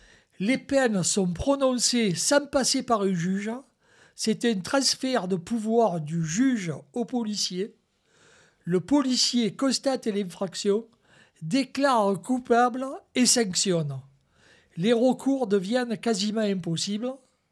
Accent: Marseille, Provence-Alpes-Côte d'Azur, France; accent: English accent of the northern districts of Marseille; pardonnez mon accent anglais des quartiers nord de Marseille

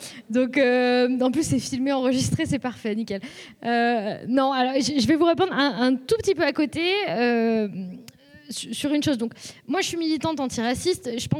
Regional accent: Lyon, Auvergne-Rhône-Alpes, France; moi, à la base, je viens de Lyon.

